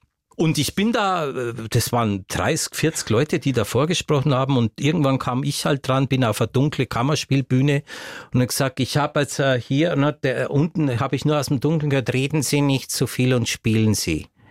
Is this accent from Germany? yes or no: yes; Bavaria, Germany; accent: Swabian-Bavarian dialect; Das war schwäbisch-bayerischer Dialekt, der da zu hören war.